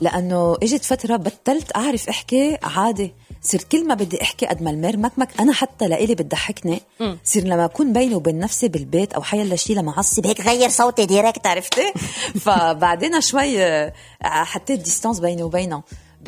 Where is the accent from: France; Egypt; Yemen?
France; طبعا دم لبناني كل شيء فيه لبناني وبعدين رغم أنه أنا كبرت بفرنسا ماما ربتنا على اللبنانية اللبنانية 100%